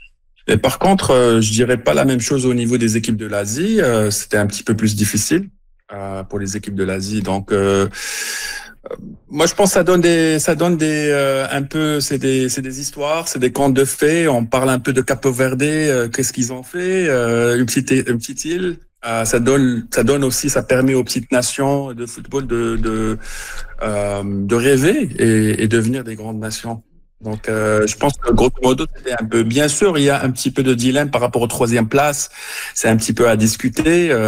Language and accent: French; Morocco; d'où mon origine, je suis marocain, mais aussi je vais mentionner un peu le rêve marocain